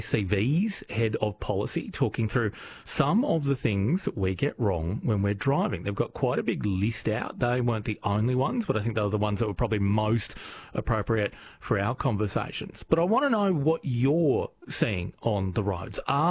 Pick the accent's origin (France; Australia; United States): Australia; Deniliquin, New South Wales; I remember sort of growing up in Deniliquin